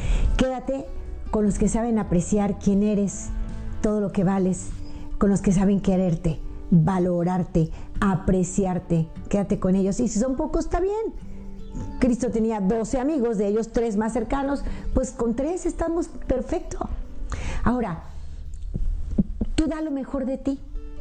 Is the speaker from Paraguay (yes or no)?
no; Mexico; Yo recuerdo mucho, no sé si sabes la historia, en mi país, México, cuando empezó a verse la televisión